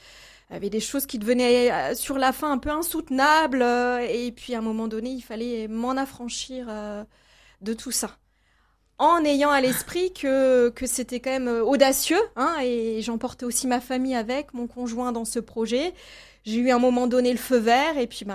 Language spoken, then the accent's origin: French; Strasbourg, Grand Est, France; born there; moved away as an adult; also born or lived in Luxembourg; je suis née à Strasbourg, donc la proximité de l'Allemagne, des stages effectués là-bas, 10 ans passés au Luxembourg